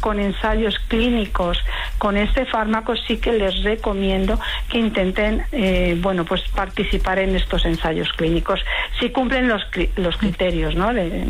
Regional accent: Spain; En lo que a mí respecta, yo soy de España, vivo en Madrid

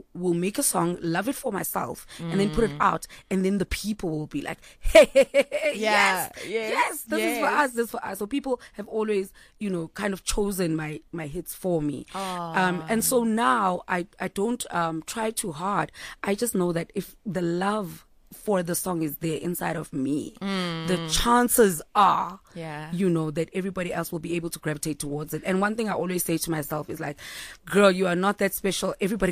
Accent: Mthatha, Eastern Cape, South Africa; English is a second language; You know, my language is my pride. You know what I mean? Like, you better know. I'm from Mthatha, Mtshana.

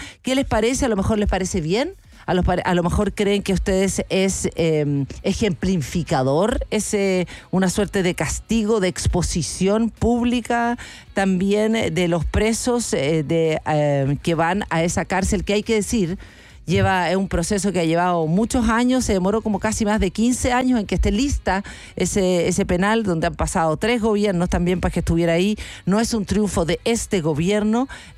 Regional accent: Chile; estos días en nuestra larga y angosta faja de tierra, como nos enseñaron de niño en Chile

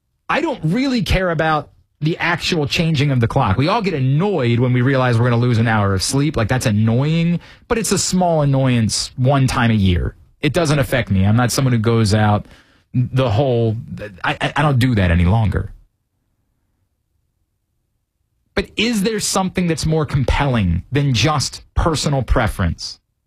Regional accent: Kingsville, Maryland, United States; when I was growing up in Kingsville going to Perry Hall High School.

